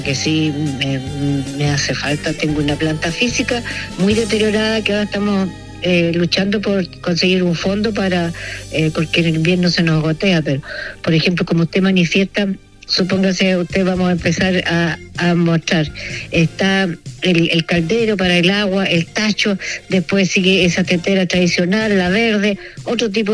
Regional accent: Maule, Chile; born there; moved away as an adult; also born or lived in Santiago; cuando yo me fui a estudiar del campo al Liceo de Niñas de Linares y viajaba todos los días, allá le miraban a uno como que era la campesina

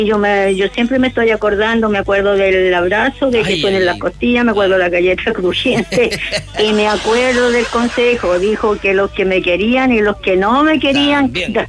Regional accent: Chile; Pero claro, pues, si somos chilenos y es el cumpleaños de Chile, así que lo tenemos que celebrar.

